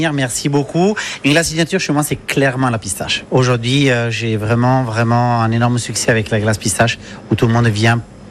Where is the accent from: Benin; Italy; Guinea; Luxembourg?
Italy; accent: Italian; French is a second language; moved away as an adult; now in La Ciotat, France; c'est un accent italien en effet. Moi je suis italien de naissance, j'ai grandi en Italie, j'ai jusqu'à mes 21 ans dans mon pays natal et depuis 2007 vraiment de manière stable à la Ciotat. Donc oui, je suis quand même un vrai ciotadin d'adoption.